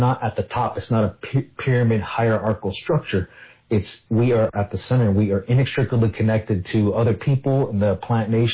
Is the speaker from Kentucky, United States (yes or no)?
no; Salt River, Arizona, United States; born or raised there